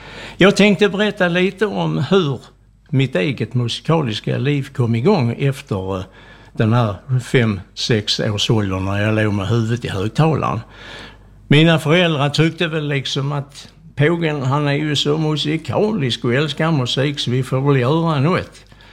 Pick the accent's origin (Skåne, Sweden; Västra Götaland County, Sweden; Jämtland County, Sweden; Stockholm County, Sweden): Skåne, Sweden; Malmö; now in Staffanstorp, Sweden; jag växte upp i ett litet mysigt samhälle i utkanten av Malmö som hette Valdemarsro. Där vi bodde grannar med Bulltofta flygfält på den tiden. Och nu pratar jag om i början på 50-talet.